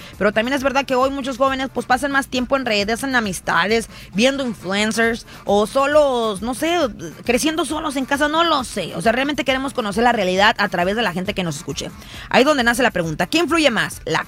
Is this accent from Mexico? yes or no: yes; Mexico; now in United States; En México, por ejemplo, a lo mejor, pues yo crecí en México, mi hijo está creciendo en este país